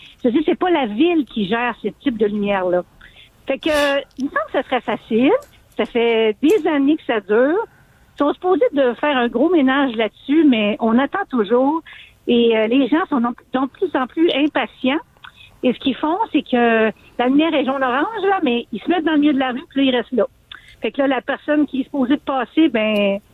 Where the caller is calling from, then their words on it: Saint-Eustache, Quebec, Canada; Je ne suis pas à Montréal, je suis à Saint-Eustache.